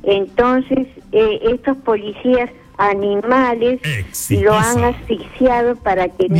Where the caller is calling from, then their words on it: Lima, Peru; Allá, de Lima.